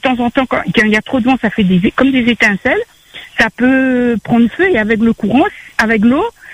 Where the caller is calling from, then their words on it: Réunion; parce que j'habite à Piton-Fougères, alors imaginez le temps ici, en la pluie, le vent très souvent.